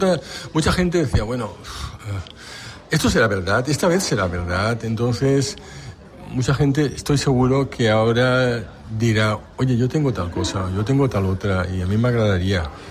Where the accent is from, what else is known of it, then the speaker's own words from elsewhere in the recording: Valencia, Valencian Community, Spain; del Cañamelar, sí, yo soy de este barrio, con lo cual es una doble fortuna estar en este proyecto.